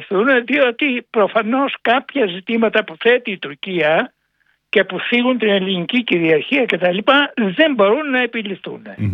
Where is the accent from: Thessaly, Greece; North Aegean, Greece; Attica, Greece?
North Aegean, Greece; Lesbos; moved away; εγώ ο οποίος κατάγομαι, γεννήθηκα και έζησα και επισκέπτομαι συχνά την ιδιαίτερη πατρίδα μου τη Λέσβο, που απέχει, ξέρετε, ελάχιστα μίλια από τις τουρκικές ακτές